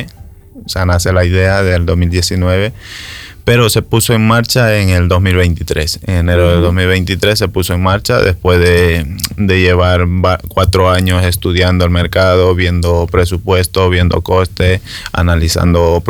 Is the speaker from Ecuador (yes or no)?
yes; Ecuador; moved away as an adult; now in Burgos, Spain; Yo soy ecuatoriano, yo la aprendí en Ecuador desde los 18 años.